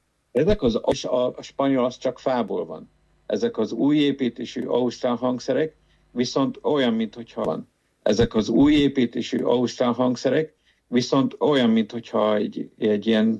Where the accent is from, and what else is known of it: Baja, Bács-Kiskun, Hungary; born or raised there